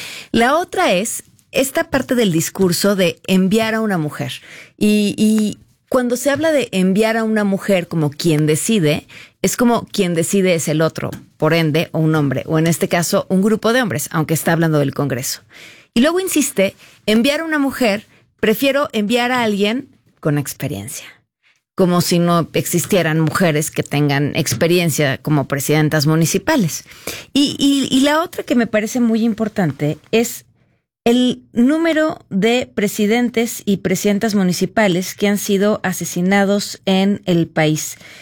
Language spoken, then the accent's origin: Spanish; Mexico City, Mexico